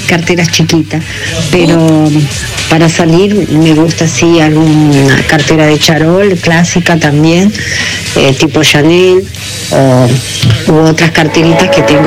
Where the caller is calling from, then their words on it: Morón, Buenos Aires Province, Argentina; de Morón.